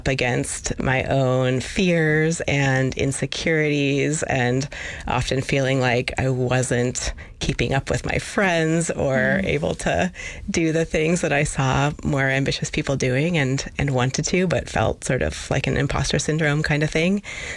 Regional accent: Soldotna, Alaska, United States; So I grew up in Soldotna, and I've been a lifelong Alaskan

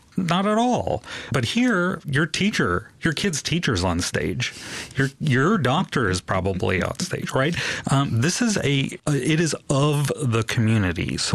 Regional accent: the Bay Area, California, United States; moved away as an adult; now in Anchorage, United States; I grew up in the Bay Area

